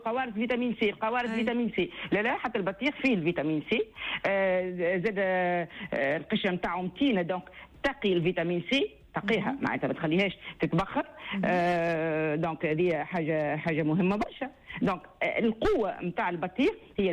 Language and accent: Arabic; Tunisia; عندنا في تونس